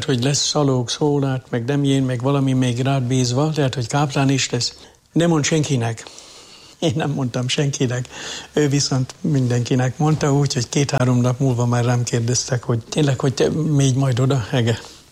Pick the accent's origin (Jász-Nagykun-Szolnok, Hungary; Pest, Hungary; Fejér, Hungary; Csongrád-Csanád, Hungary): Jász-Nagykun-Szolnok, Hungary; Jászárokszállás; born or raised there